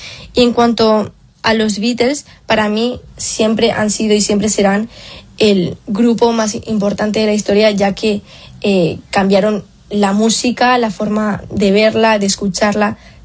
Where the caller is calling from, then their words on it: Irún, Basque Country, Spain; tengo 21 años y soy de Irún.